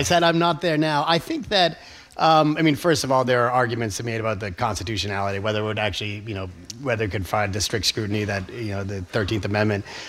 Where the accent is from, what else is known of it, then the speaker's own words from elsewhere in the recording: Concord, Massachusetts, United States; growing up in Concord, surrounded by this incredible exposure to the history and glory of America